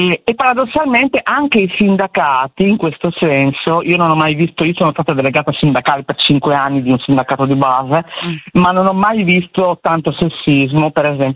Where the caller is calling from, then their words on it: Bologna, Emilia-Romagna, Italy; Io sono di Bologna